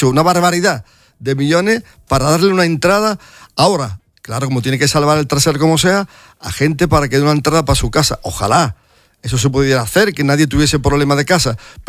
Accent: Spain; yo soy español.

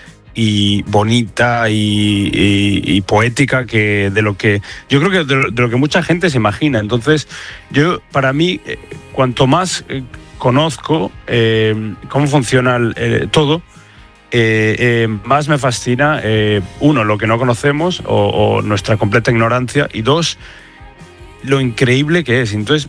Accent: Spain; Como españoles, yo creo que, y como habitantes del mundo, yo creo que deberíamos estar de acuerdo de que la ciencia es un motor

